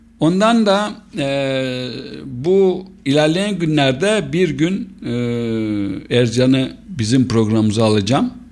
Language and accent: Turkish; Eastern Macedonia and Thrace, Greece; Kozikepir Belediyesi gerçekten büyük bir belediye, 58 köy. Bir de en önemlisi de ben de o belediyedenim. Bizim orada daha uzaklardan görünen Üç Kazlar Köyü benim köyüm.